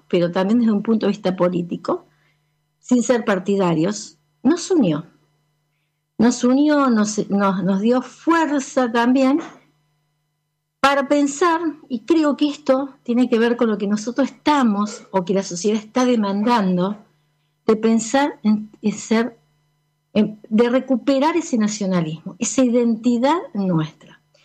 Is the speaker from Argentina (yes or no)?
yes; Argentina; con nuestra formación como sociedad argentina.